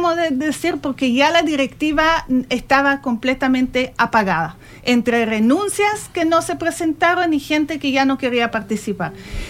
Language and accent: Spanish; La Noria, Tarapacá, Chile; Yo soy de La Noria, tengo a la tesorera que es de la UA de Canchones de La Tirana